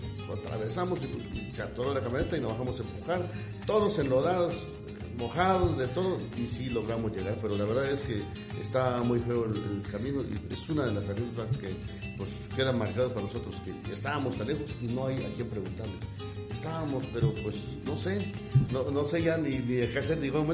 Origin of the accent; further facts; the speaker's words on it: San Pedro y San Pablo Ayutla, Oaxaca, Mexico; now in Oaxaca City, Mexico; de mis inicios aquí en la ciudad de Oaxaca. Yo soy originario de Ayutla Mije, vine a estudiar a la Escuela de Bellas Artes